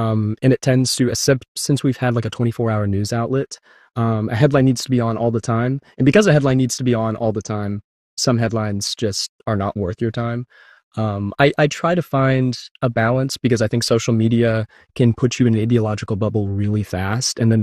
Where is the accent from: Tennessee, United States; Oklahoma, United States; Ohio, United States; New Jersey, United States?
Oklahoma, United States; So I'm from Oklahoma.